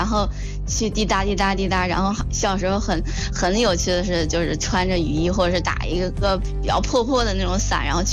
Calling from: Tangshan, Hebei, China; 我来自河北唐山啊、

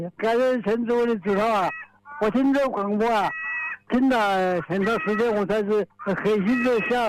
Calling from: Honghu, Hubei, China; 我洪湖洪口博庙

